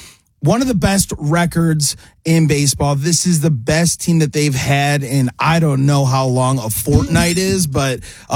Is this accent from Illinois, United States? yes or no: yes; Chicago, Illinois, United States; I'm from Chicago, and I was a Cubs fan.